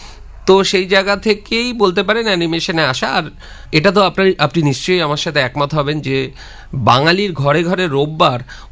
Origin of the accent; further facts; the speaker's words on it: Kolkata, West Bengal, India; কলকাতাতেই ছিলাম আমি ছোটবেলা থেকে, কলকাতাতেই বড় হয়েছি